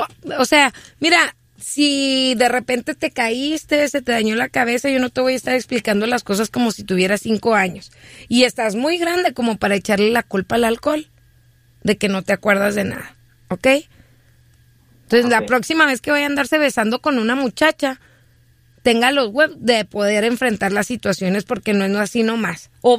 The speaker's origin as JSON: {"language": "Spanish", "town": "Ciudad Juárez", "region": "Chihuahua", "country": "Mexico"}